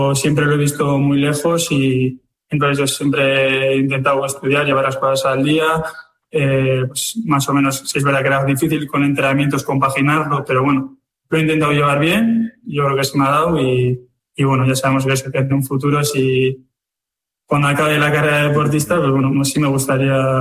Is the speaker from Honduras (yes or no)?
no; Basque Country, Spain